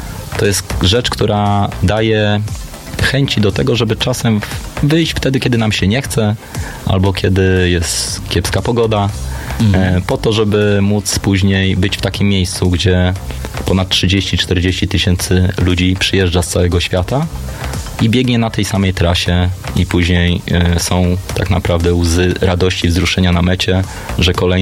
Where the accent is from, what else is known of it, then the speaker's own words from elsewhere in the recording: Szczecin, West Pomeranian Voivodeship, Poland; jestem chyba pierwszym Szczecinianinem i chyba pierwszym człowiekiem zachodniopomorskiego